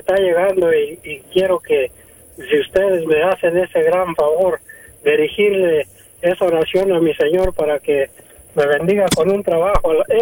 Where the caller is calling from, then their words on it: Mexico; mexicano.